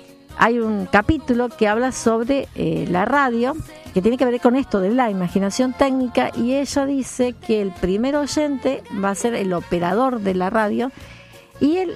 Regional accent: San Nicolás, Buenos Aires Province, Argentina; … de San Nicolás.

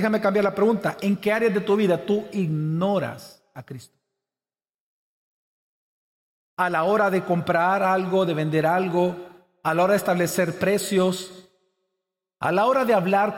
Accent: El Salvador

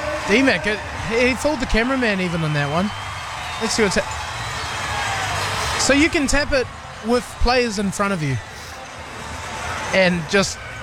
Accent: Samoa; my home country drink.

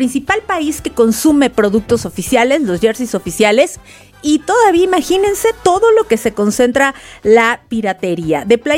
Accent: Mexico

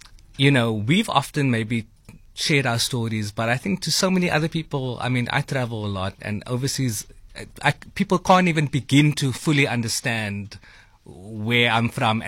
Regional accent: Cape Town, Western Cape, South Africa; I grew up in a very, I guess, proudly colored family. And growing up in Athlone, you know, that's just the world that you're in.

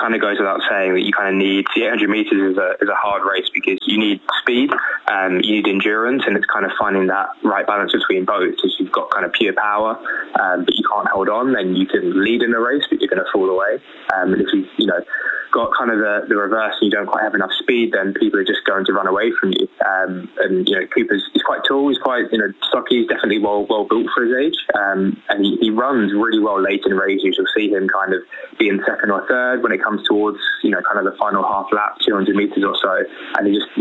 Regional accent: United Kingdom; I mean, US trials as a Brit kind of watching from over the pond is always pretty brutal.

